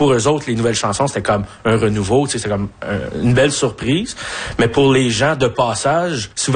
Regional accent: Ontario, Canada; on leur fait la petite leçon qu'on est franco-ontarien

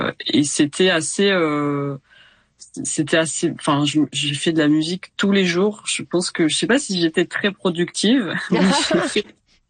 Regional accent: Ramatuelle, Provence-Alpes-Côte d'Azur, France; Ben, en fait, j'ai un lien assez fort avec Ramatuelle, donc là où j'ai grandi

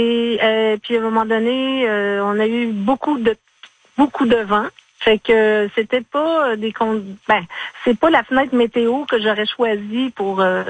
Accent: Tadoussac, Quebec, Canada; Ben nous, on est tous des Tadoussaciens, on se connaît depuis longtemps

